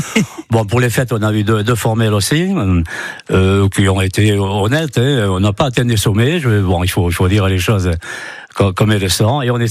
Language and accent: French; Nouvelle-Aquitaine, France; born there; j'ai fait comme beaucoup d'ados en Chalosse, de temps en temps on descend dans l'arène pour les fêtes patronales.